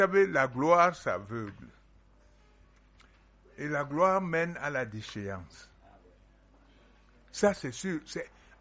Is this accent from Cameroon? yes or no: yes; Cameroon; Nos frères, parce que nous sommes Camerounais